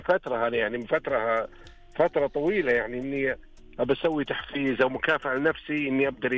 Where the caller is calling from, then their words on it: Unaizah, Al-Qassim, Saudi Arabia; من قصيم عنيزه